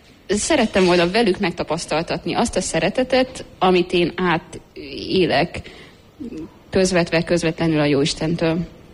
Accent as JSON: {"language": "Hungarian", "town": "Kőszeg", "region": "Vas", "country": "Hungary", "tie": "born or raised there", "said": "Közszegről származom egyébként"}